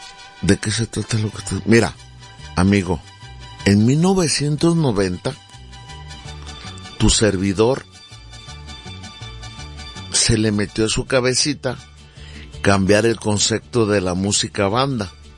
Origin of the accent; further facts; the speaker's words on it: Guadalajara, Jalisco, Mexico; now in El Paso, United States; Yo radico acá en El Paso, Texas. Soy originaria de Guadalajara.